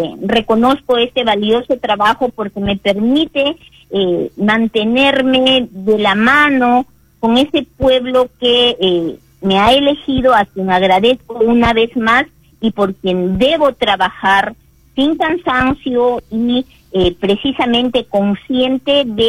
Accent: Peru; nosotros como peruanos

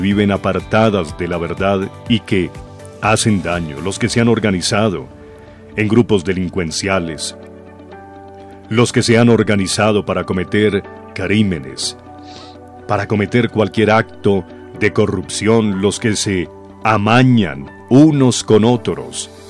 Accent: Colombia; que nos amemos realmente como colombianos

